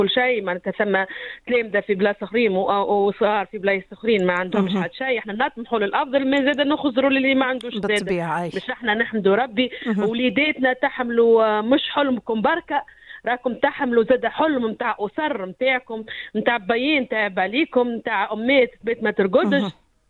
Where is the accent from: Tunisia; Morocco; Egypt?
Tunisia